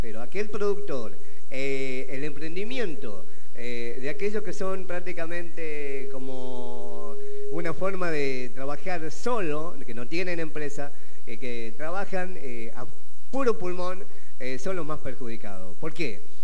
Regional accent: Argentina; somos argentinos, somos criollos. Yo soy bien criollo, bien criollo. Bien argentino, de pura cepa, como dice Eduardito

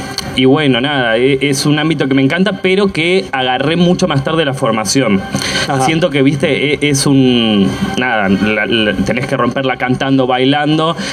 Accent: Bellavista, Buenos Aires Province, Argentina; O sea, yo quería, pero viste, como en donde soy de Bellavista, mi viejo medio que no estaba metido en el mundo

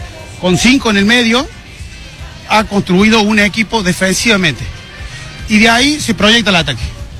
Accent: Córdoba, Argentina; Yo nací acá a media cuadra del club. En La Valleja 2600. Yo hice jardín en el club. Me he criado en el club.

